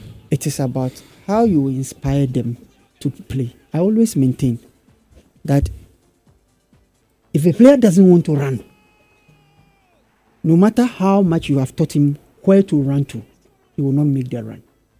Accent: Ghana

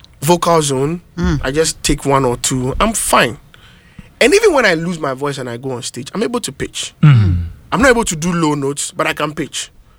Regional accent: Abosokai, Ghana; I grew up in Abosokai

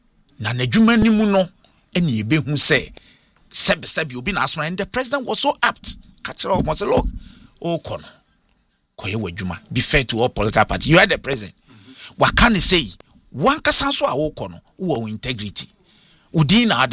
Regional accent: Ghana; This one I'm speaking as a Ghanaian.

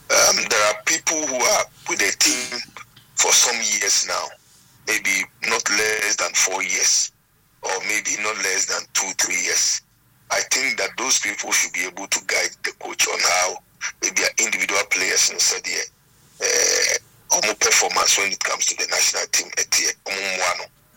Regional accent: Ghana; But as a Ghanaian, as a football person

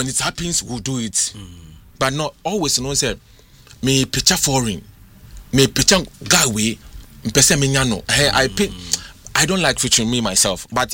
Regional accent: Ghana; Me say yes, I'm a Ghanaian, proudly one.

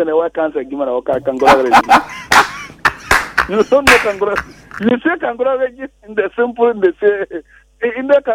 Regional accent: Ghana; English is a second language; I'm from Ghana and exercise play to the Newcastle region.

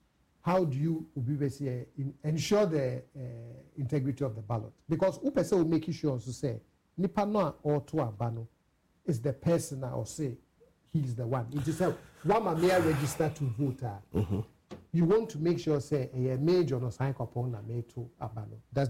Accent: Ghana; Ain't no open so one prove is me a Ghana man.

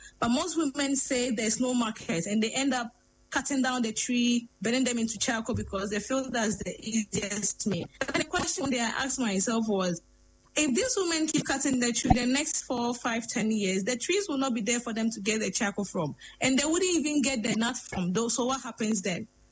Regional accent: Obuasi, Ashanti, Ghana; also born or lived in Upper West Region; I grew up in Obuasi before I finally came to my hometown, Upper West.

